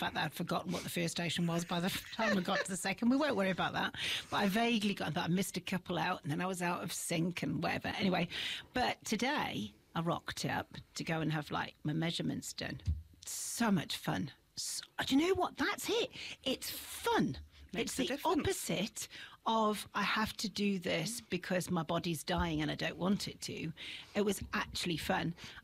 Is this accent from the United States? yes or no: no; Yorkshire and the Humber, United Kingdom; moved away